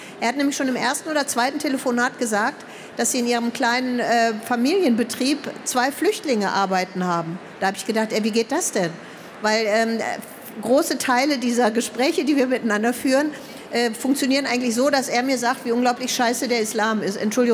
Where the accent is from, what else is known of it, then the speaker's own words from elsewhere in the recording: Germany; born there; Ich soll dahin, wo ich herkomme und so weiter. Ich bin hier geboren, auch egal.